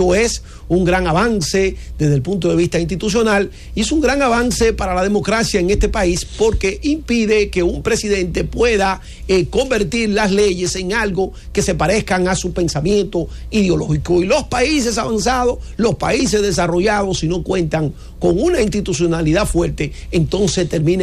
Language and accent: Spanish; Dominican Republic